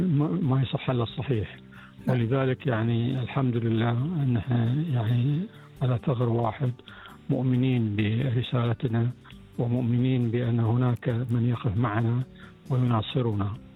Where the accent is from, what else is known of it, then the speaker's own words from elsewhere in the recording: Bahrain; الإعلام عندنا في البحرين متطور،